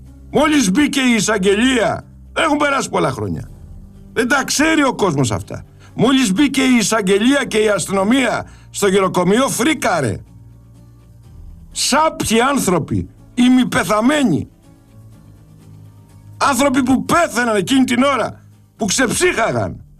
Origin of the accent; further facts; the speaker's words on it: Greece; Αυτοί είμαστε σαν Έλληνες.